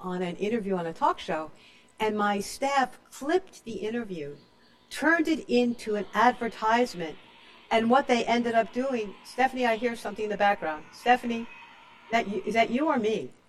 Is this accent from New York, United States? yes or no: yes; Brooklyn, New York, United States; born there; I mean, I was born in Bear Ridge, Brooklyn. Give me a break.